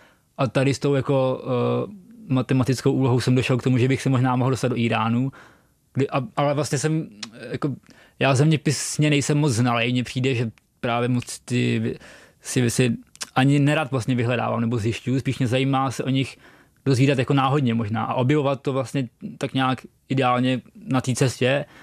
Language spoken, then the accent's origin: Czech; Chotěboř, Vysočina Region, Czechia; No a jednou dokonce v mém rodním městě, jako v Chotěboři, tam stopoval na konci města nějaký týpek